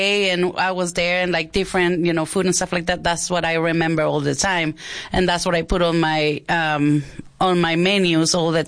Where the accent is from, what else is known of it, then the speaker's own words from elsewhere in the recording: San Luis, Sonora, Mexico; moved away as an adult; now in United States; Well, I'm originally from San Luis, just across the border.